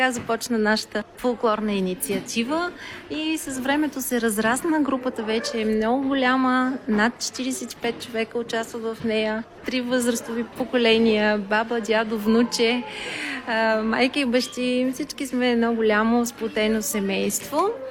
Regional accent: Sofia, Sofia City, Bulgaria; moved away as an adult; also born or lived in Pleven; now in Austria; Аз съм родом от Плевен, съм израснала в София. В Австрия дойдох преди 25 години да работя и така тук останах

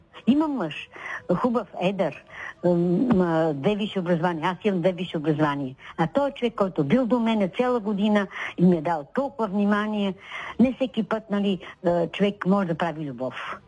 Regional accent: Plovdiv, Plovdiv Province, Bulgaria

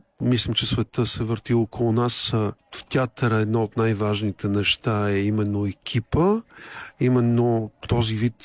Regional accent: Lovech, Lovech Province, Bulgaria; born or raised there

